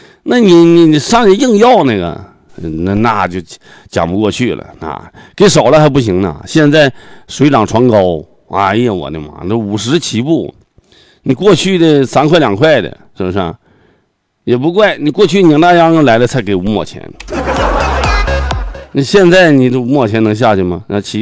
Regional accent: Suileng, Heilongjiang, China; moved away; 我们老家绥陵那边就有

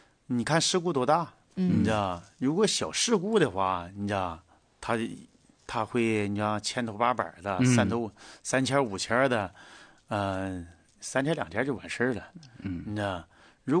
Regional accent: Zhuanghe, Liaoning, China; 我老家是庄河的，

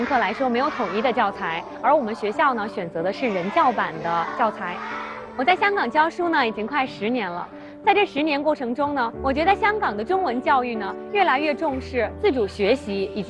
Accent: Shandong, China; moved away as an adult; now in Hong Kong; 我是一个土生土长的山东人

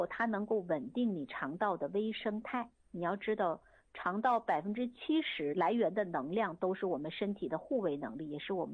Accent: Northeast China, China; born there; 我也是东北出生的

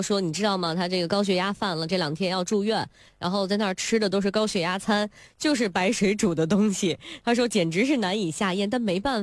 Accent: China; 我们其实中国人

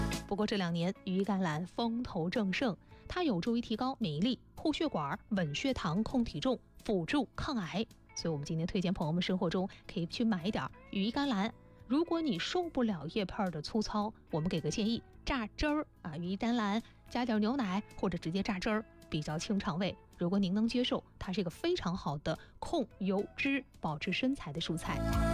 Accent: China; 按照我们中国人的这个中医讲法

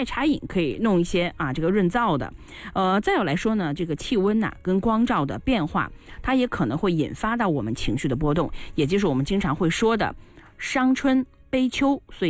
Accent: northern China, China; now in southern China; 我从小在北方长大

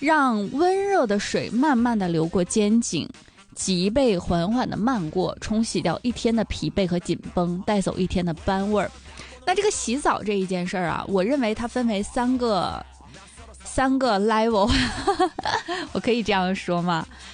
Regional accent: Northeast China, China; 就是作为咱们东北人啊，我真的觉得有一个至高无上的享受的一个方式，就是去澡堂的搓。

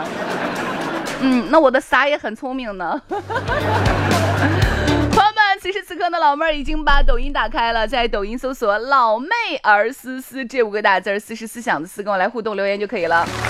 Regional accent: Shaanxi, China

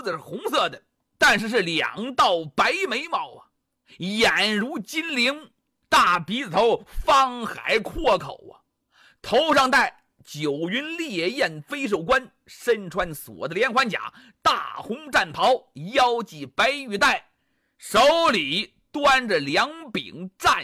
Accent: Heze, Shandong, China; 曹州啊，就现在菏泽那一地方，哎，我老家那一块儿。

